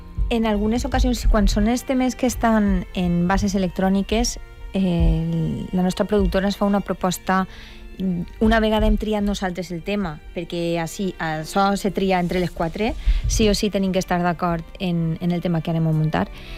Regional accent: Mislata, Valencian Community, Spain

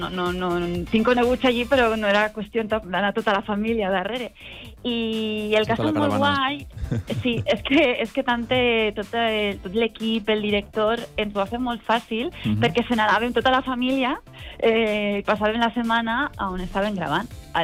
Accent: Alcoy, Valencian Community, Spain; jo soc alcoiana, quan havíem de fer rutes per tota la part d'Alacant, me n'anava a casa dels meus pares

